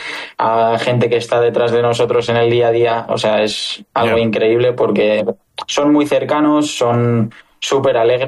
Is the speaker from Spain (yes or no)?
yes; Spain